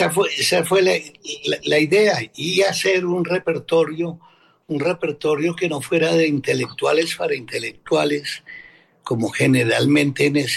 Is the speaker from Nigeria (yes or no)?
no; Colombia; moved away as an adult; also born or lived in Prague; qué íbamos a hacer regresando a Colombia